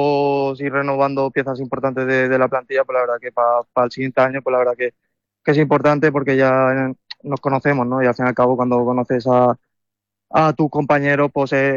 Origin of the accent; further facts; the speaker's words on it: Barcelona, Catalonia, Spain; moved away; Al fin y al cabo yo soy de fuera, soy de Barcelona